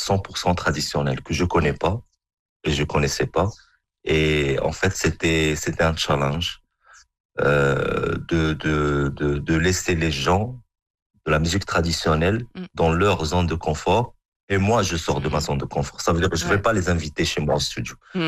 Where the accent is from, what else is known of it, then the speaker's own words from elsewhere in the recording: Morocco; Alors, moi, je suis un Marocain. Et mon point fort, c'est ma culture.